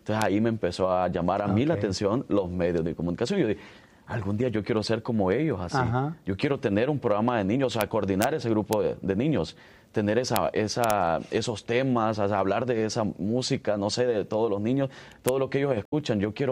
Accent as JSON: {"language": "Spanish", "town": "Nueva Concepción", "region": "Chalatenango", "country": "El Salvador", "tie": "born or raised there", "lives_now": "Alabama, United States"}